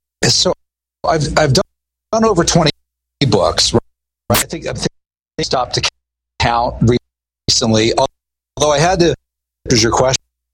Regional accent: Butler, Pennsylvania, United States; I'm actually from Butler, Pennsylvania.

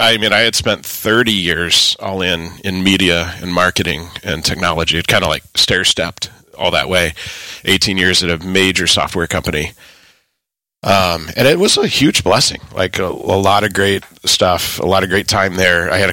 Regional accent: Granite City, Illinois, United States; I serve at a parish in my hometown, Granite City, which is right across the river from St. Louis in Illinois. So, been there pretty much my whole life.

